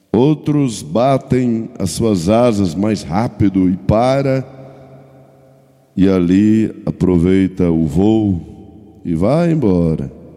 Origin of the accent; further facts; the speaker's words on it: Trindade, Goiás, Brazil; born there; no estado de Goiás, que é o meu estado onde nasci, em Trindade